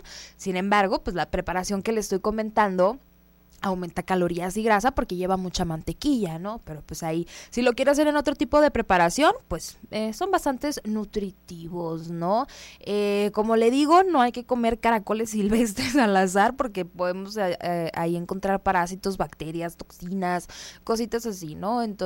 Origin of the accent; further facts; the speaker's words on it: Mexico; nosotros como mexicanos